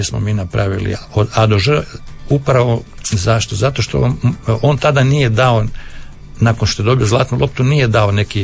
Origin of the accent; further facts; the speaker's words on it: Croatia; Problem je da ja dolazim iz Hrvatske, iz jedne redakcije koja nije baš ono...